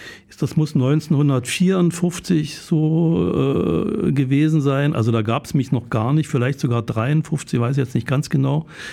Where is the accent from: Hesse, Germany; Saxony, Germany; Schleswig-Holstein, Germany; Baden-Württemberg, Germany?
Saxony, Germany; Dresden; born there; accent: Saxon; Ich bin in Dresden geboren. Ich könnte auch noch so reden, wenn du willst.